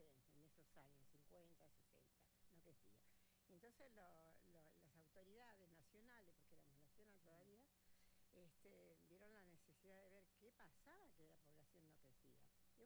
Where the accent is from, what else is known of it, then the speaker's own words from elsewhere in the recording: Picún Leufú, Neuquén, Argentina; now in Neuquén, Argentina; Yo nací en Picunefú, que queda 140 kilómetros de acá.